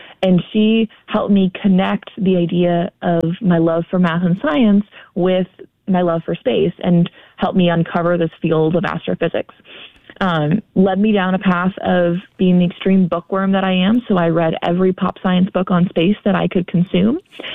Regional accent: Utah, United States; I'm a mountain girl. I grew up in Utah. I could see the Milky Way from my back deck when I was little

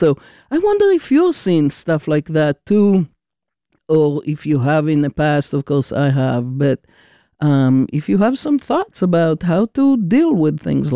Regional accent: Israel; you probably know that I was born and raised in Israel

